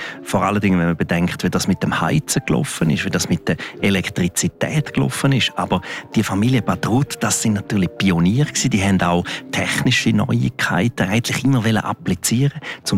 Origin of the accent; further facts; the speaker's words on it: Graubünden, Switzerland; Ich bin in einem Hotel aufgewachsen am Julia Pass, Pferdewechselstation